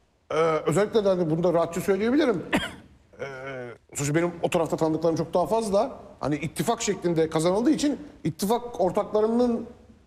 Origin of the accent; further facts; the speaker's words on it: Ankara, Turkey; Bir Ankaralı olarak özellikle.